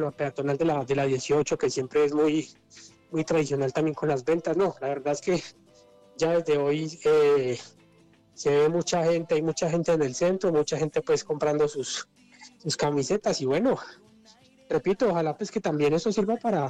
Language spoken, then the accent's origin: Spanish; Colombia; now in Dosquebradas, Colombia